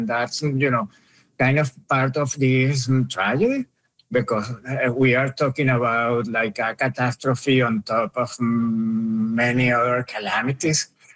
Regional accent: Caracas, Capital District, Venezuela; moved away; I'm from Caracas.

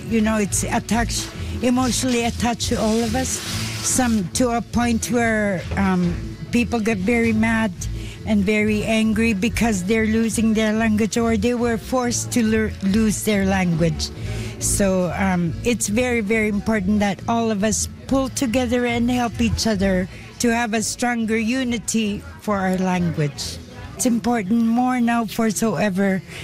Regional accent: Arctic Bay, Nunavut, Canada; English is a second language; I'm from Arctic Bay, Nunavut.

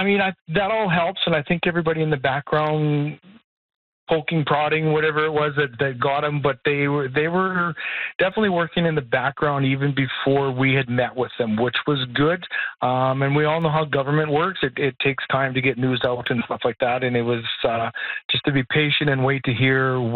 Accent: Indian Head, Saskatchewan, Canada; Because we're Indian Head, the beautiful. It's a great town. I mean, I've lived here all my life, and I will stay here. It's a wonderful community.

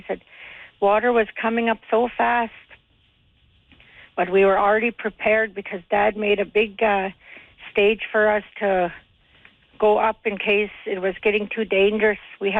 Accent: Inuvik, Northwest Territories, Canada; I'm born and raised in Inuvik in the Mackenzie Delta.

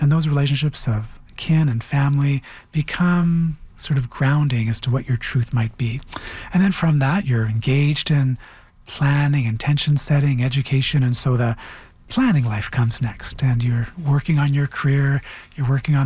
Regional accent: Canada; I'm wholly Canadian. I'm not some portion Canadian. I'm wholly Anishinaabe, not some portion Anishinaabe.

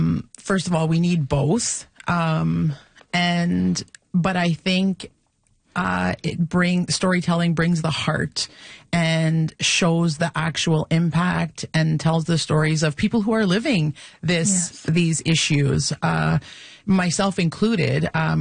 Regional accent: Kitigan-Zibi, Quebec, Canada; I'm from Kitigan-Zibi Anishinaabeg.

